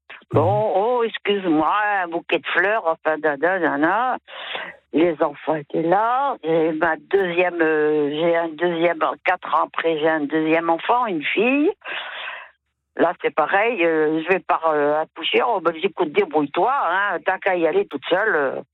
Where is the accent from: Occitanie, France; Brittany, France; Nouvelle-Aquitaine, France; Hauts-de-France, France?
Nouvelle-Aquitaine, France; born or raised there